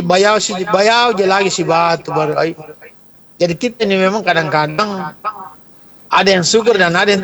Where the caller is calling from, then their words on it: Makassar, South Sulawesi, Indonesia; Karena di daerah saya ini baru-baru ada kurang lebih 2 minggu ini ada peresmian MBG untuk Kecamatan Tamalate.